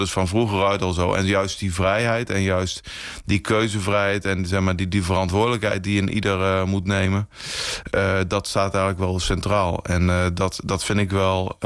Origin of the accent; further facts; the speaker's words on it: Kampen, Overijssel, Netherlands; Ja, nou ja, kijk, ik kom uit IJsselmuiden-Kampen. Dus ik ben ook nog steeds kerkelijk actief. Wel echt in een christelijke gemeenschap opgegroeid.